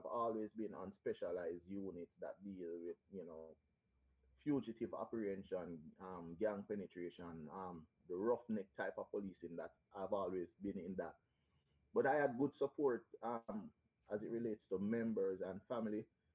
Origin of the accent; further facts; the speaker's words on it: Spanish Town, St. Catherine, Jamaica; Okay, well, I'm Jamaican born, bred, born and raised in Spanish Town, St. Catherine. Grew up in the Rehoboth Church. Was born in that church, then later move on at a tender age to Faith Chapel